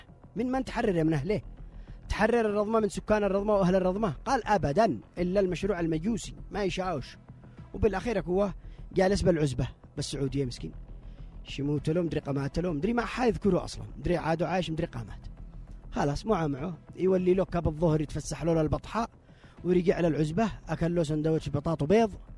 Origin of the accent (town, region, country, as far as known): Yemen